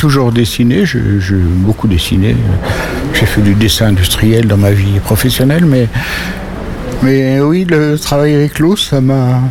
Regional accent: Nouvelle-Aquitaine, France; born there; Ce sont mes origines, donc je suis né ici en Dordogne, sur les bords de la Drôme. Ma famille était ici.

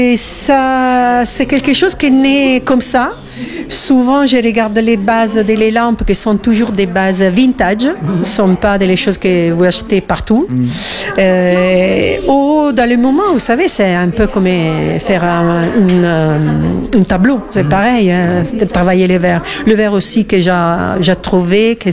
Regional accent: Italy; accent: Italian; French is a second language; moved away as an adult; also born or lived in Rome; now in France; comme évident dans mon prononciation, je ne suis pas français, je suis italienne.

